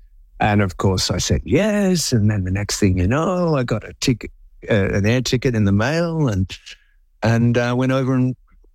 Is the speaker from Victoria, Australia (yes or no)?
yes; Melbourne, Victoria, Australia; in Melbourne that in my hometown